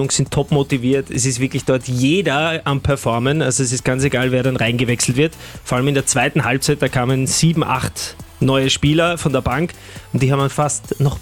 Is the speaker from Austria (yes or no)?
yes; Austria; die suchen wir erstens mal gern als Österreicher